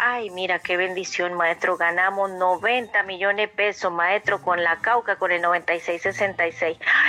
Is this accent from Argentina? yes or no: no; Tierralta, Córdoba, Colombia; nosotros somos de Tierra Alta, Córdoba, nos vinimos para acá porque la verdad el trabajo estaba muy pesado por allá.